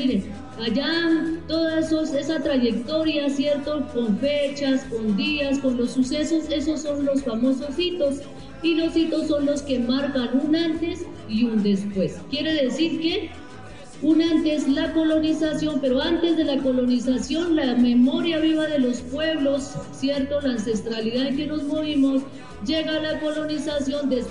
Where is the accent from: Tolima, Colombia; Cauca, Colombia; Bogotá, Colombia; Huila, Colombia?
Cauca, Colombia; de donde yo vengo, en el pueblo Misak